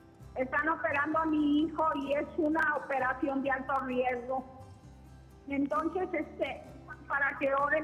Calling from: Guanajuato, Mexico; soy de Guanajuato, Guanajuato.

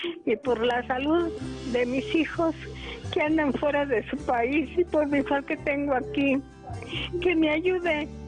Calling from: Ciudad Hidalgo, Michoacán, Mexico; Hablo de Ciudad Hidalgo, Michoacán.

